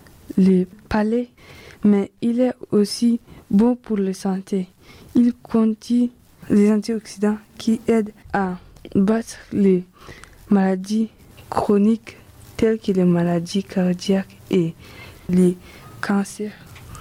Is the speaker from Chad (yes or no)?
yes; Chad; moved away; j'ai 14 ans. Je viens du Tchad.